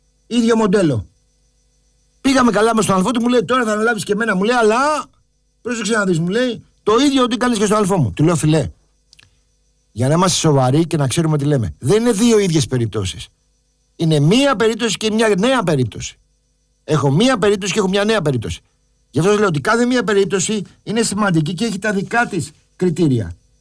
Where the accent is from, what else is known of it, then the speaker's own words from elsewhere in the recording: Thessaloniki, Central Macedonia, Greece; Είμαι από τη Θεσσαλονίκη και θα έχω αυτό το πρόβλημα.